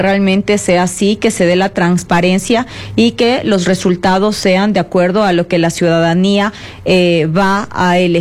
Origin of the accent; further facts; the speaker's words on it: Quito, Pichincha, Ecuador; Yo como capitalina, yo como quiteña, como pichinchana